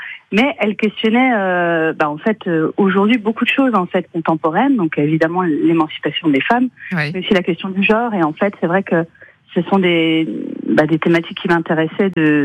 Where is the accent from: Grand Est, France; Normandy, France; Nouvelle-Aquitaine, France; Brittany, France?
Grand Est, France; Thaon-les-Vosges; also born or lived in Épinal; Oui, tout à fait, je suis née à Épinal, mais j'ai grandi à Thaon et j'y vis toujours.